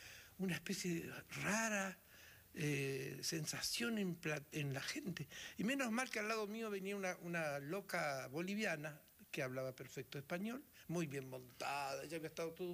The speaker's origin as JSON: {"language": "Spanish", "town": "Ingeniero Jacobacci", "region": "Río Negro", "country": "Argentina", "tie": "born or raised there", "said": "Yo nací en San Antonio, en Las Grutas, pero mi padre se mudó a Jacobacci, mi familia. Y allí nevaba, y yo escribía y dibujaba"}